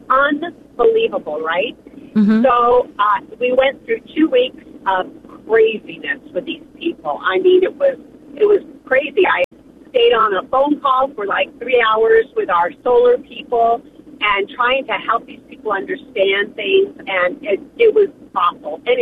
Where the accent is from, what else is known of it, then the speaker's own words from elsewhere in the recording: Tucson, Arizona, United States; born and raised in Tucson, Arizona